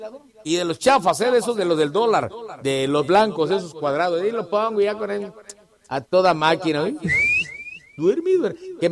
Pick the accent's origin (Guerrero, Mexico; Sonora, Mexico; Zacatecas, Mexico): Guerrero, Mexico; Acapulco; moved away; soy de Acapulco, ya lo sabe usted, allá por puro calor me crié.